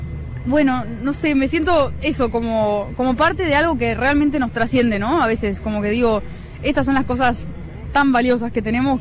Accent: Buenos Aires, Argentina; Muchas veces a mí me preguntan, incluso porque yo soy de Buenos Aires, ¿viste?

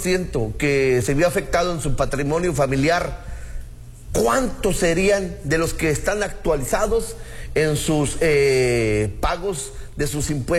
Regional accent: Mexico

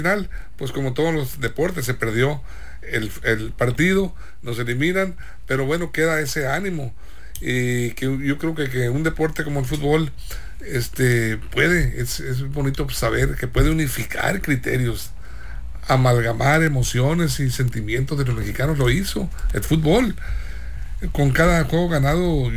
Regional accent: Sinaloa, Mexico; somos mexicanos también, y como mexicanos pues, por supuesto, como sinaloenses.

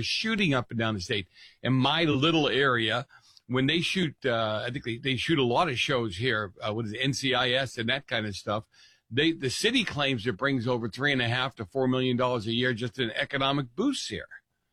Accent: Boston, Massachusetts, United States; I grew up around the Big Dig, right? That $4 million project that turned into $4 billion in Boston

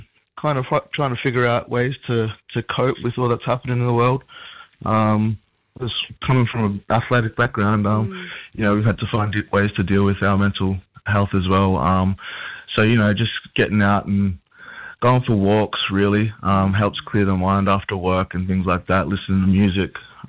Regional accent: Cairns, Queensland, Australia; born there; I've got New South Wales blood, but I was born in Cairns.

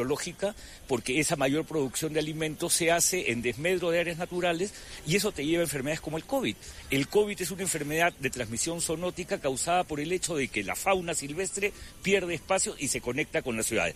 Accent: Colombia; Para mí Colombia es mi tierra.

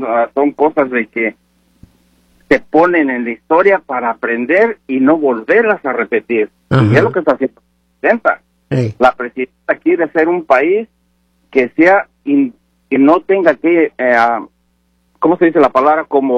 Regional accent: Nicaragua; Sí, yo soy de Nicaragua, pero...

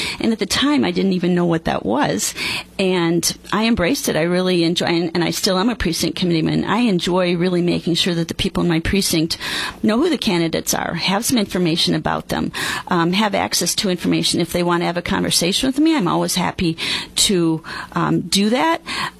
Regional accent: Peru, Illinois, United States; now in LaSalle, United States; I grew up in Peru, currently live in LaSalle.

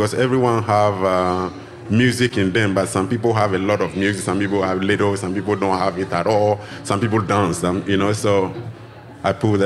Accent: Nungua, Greater Accra, Ghana; now in Australia; I come from Nungwa. So the capital, I come from Ghana, West Africa. The capital of Ghana is Accra. And I come from a little village down there called Nungwa.

